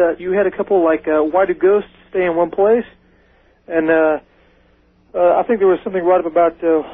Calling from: Indiana, United States; I'm calling from Southern Indiana.

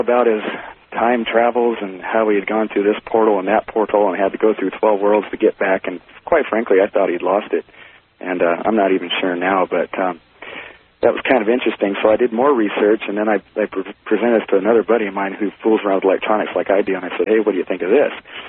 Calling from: Redmond, Washington, United States; in Redmond, Washington.

